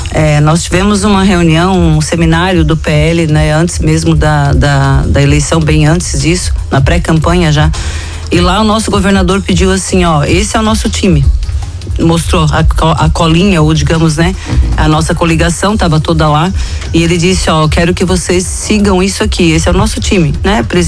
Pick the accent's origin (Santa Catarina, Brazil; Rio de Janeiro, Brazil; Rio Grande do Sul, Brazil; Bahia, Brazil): Santa Catarina, Brazil; Taió; a minha cidade natal, que é Taió